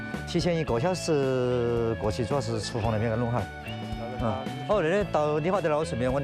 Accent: Chongqing, China; accent: Chongqing dialect; 我们重庆话就是爸爸牛肉。

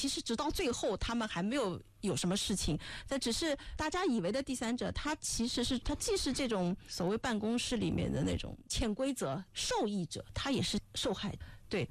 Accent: southern China, China; 虽然我是南方人

